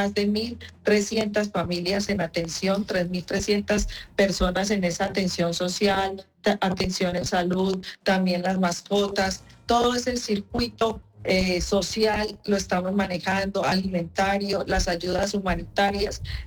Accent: Pereira, Risaralda, Colombia; como somos los pereiranos

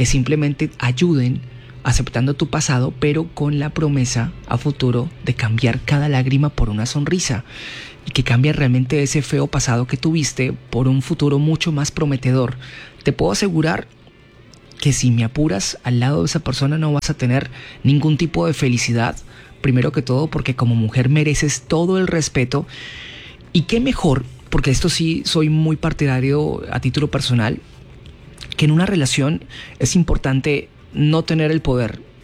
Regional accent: Silvia, Cauca, Colombia; a raíz de la cuarentena me regresé a mi pueblo natal, Silvia

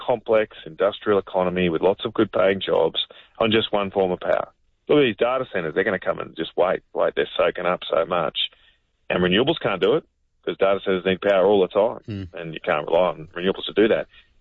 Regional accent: Queensland, Australia; But being a Queenslander, I don't panic

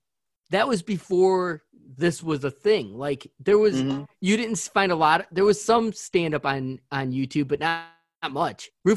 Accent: Illinois, United States; I'm an Illinois guy. Like, I grew up in Illinois. My family's in Illinois, but I was living in California at the time.

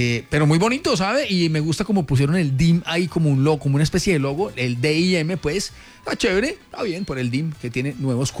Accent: Colombia

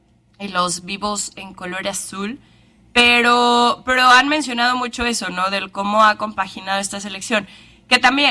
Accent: Mexico; Aquí en el Azteca es la pertenencia de que somos mexicanos y estamos viendo nuestra selección.

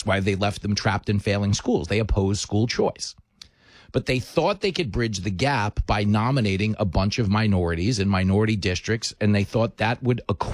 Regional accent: Levittown, New York, United States; when I was a little kid, growing up on Long Island, Levittown, Abbey Lane

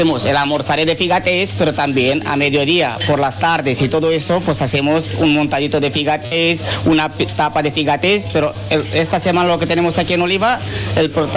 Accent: Romania; Spanish is a second language; Yo vengo de Rumanía.

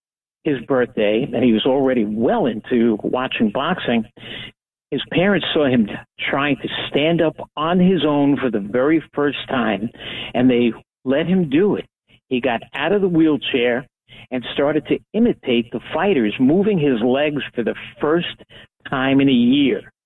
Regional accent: Long Island, New York, United States; I grew up on Long Island. I'm a Long Islander through and through and through.

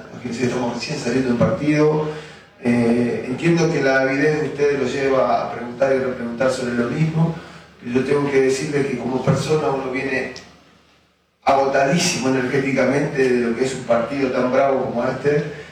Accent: Argentina; Agradecimiento eterno a una persona que, como argentino, nos dio tanto y tan lindo, ¿no?

